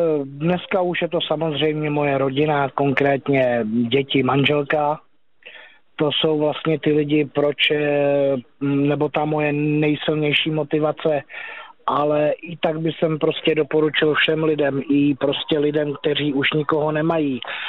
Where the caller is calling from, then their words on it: Teplice, Ústí nad Labem Region, Czechia; se vracím z Prahy domů, já jsem z Teplic